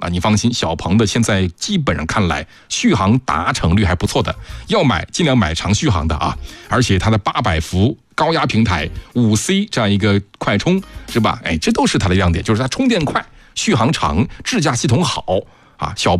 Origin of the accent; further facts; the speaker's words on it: Hubei, China; 小吉是我们湖北人吗？